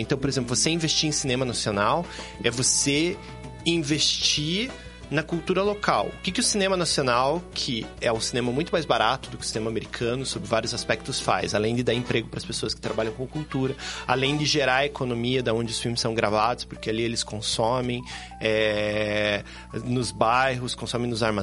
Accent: Pinhais, Paraná, Brazil; eu sou de Pinhais

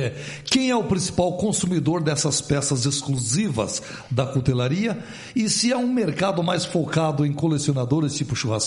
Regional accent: São José dos Pinhais, Paraná, Brazil; Então, eu sou lá de São José dos Pinhais e tem a colônia Murici, uhum. A maior colônia polonesa do Brasil ali, né?

